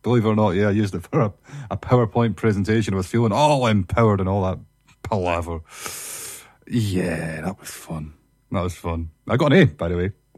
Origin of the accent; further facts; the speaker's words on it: Edinburgh, Scotland, United Kingdom; And by the way, even though I am from Edinburgh, I do have a massive, massive love for